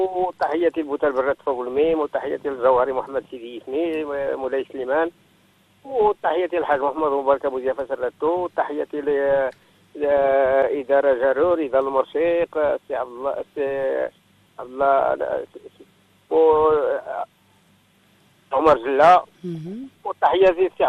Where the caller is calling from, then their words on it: Marrakesh-Safi, Morocco; من الحوز.